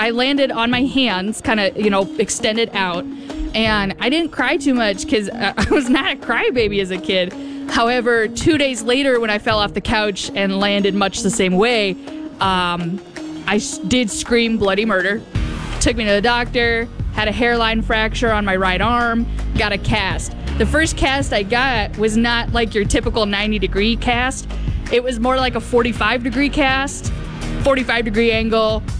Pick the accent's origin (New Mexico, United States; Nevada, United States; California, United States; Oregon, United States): Nevada, United States; Reno; born there; Yeah, no, I was born in Reno, Nevada.